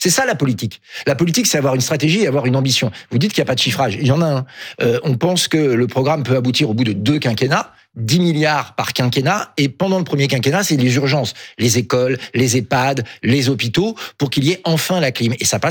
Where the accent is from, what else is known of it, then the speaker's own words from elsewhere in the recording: Grand Est, France; je viens de Moselle